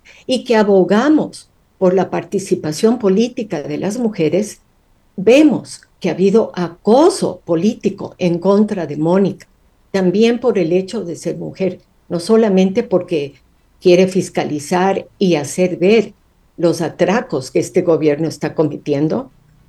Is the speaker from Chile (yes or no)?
no; Ecuador; now in United States; yo ahora vivo en Estados Unidos, pero yo deseo volver a mi país.